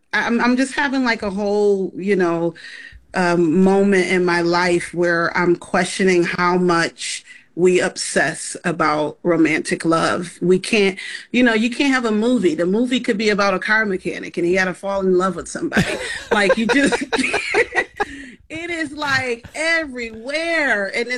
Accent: Rochester, New York, United States; I'm just ready to have a blackety black show in Rochester, my hometown.

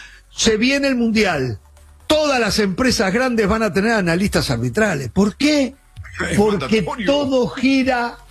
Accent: Uruguay; moved away

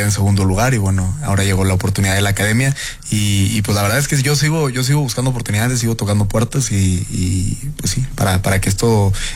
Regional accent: Monterrey, Nuevo León, Mexico; Estuve en un reality show en Monterrey, yo soy de Monterrey, Nuevo León.

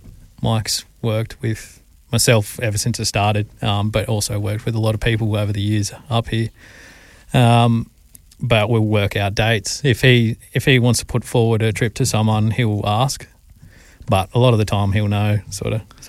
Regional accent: Canberra, Australian Capital Territory, Australia; now in Darwin, Australia; No, I'm from Canberra originally. So I've been up here since I started guiding, so it's nearly 5 years.

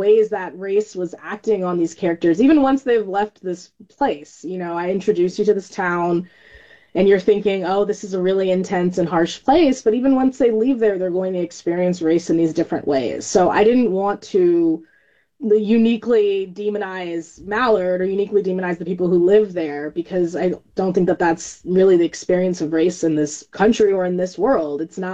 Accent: California, United States; now in New York, United States; I grew up in California. I'm in New York now.

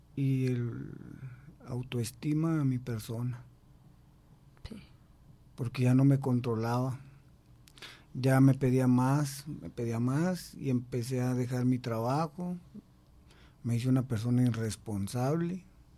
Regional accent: Guadalupe Victoria, Durango, Mexico; de Guadalupe Victoria, Durango, de los Llanos.

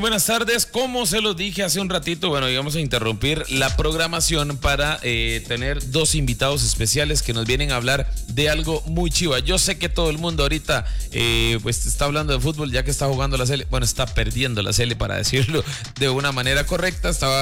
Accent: Heredia, Costa Rica; soy de Heredia. En Heredia hay mucho básquetbol, ¿verdad? Conocemos a la gente de Barba, bueno, al menos soy egresado del Samuel Sáenz Flores de Heredia

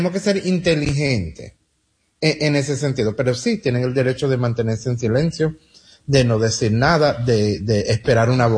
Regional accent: United States; born there; Yo soy nacido aquí en los Estados Unidos y no tengo problema en decir, y espero que lo pueda decir, a mí me da vergüenza ser de este país.

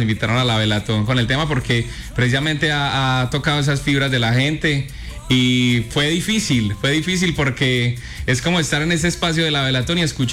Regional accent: La Virginia, Risaralda, Colombia; Allá, a la Virginia, que es mi pueblito.

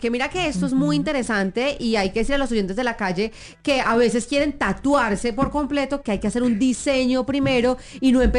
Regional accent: Colombia

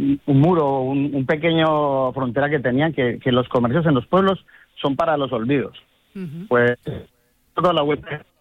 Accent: Colombia; now in Spain; llevo aquí muchos años, yo soy de origen colombiano

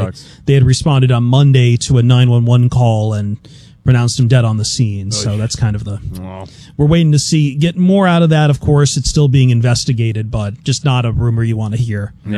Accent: Queens, New York, United States; born there; I was born in Queens.

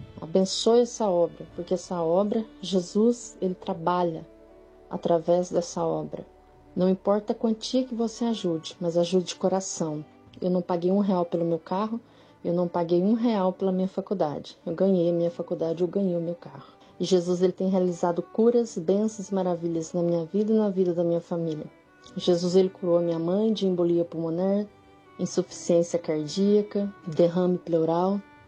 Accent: Campos Gerais, Minas Gerais, Brazil

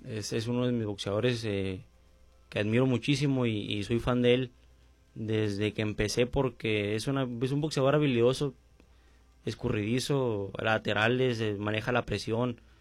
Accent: Ascensión, Chihuahua, Mexico; born there; also born or lived in Casas Grandes, Chihuahua

